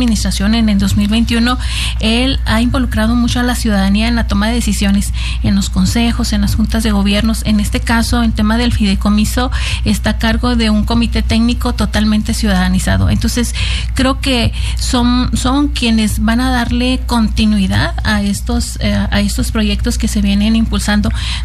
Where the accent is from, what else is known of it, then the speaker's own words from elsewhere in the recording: Mexico; finalmente somos mexicanos